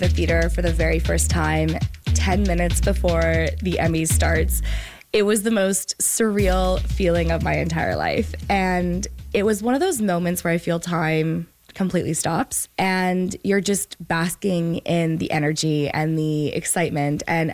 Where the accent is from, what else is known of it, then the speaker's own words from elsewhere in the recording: Winnipeg, Manitoba, Canada; I am from Winnipeg, Manitoba